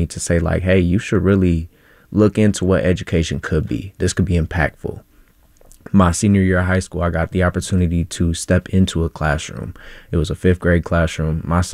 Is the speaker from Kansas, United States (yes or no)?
no; Columbia Heights, Minnesota, United States; And I grew up in Columbia Heights, which is an amazing community full of diversity